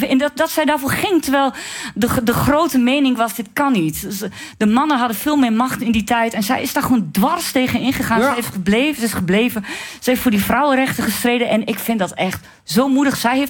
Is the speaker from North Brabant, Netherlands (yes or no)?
no; Overijssel, Netherlands; En toen ben ik weggegaan uit Twente. En wat ik ben inmiddels heel gelukkig teruggekeerd.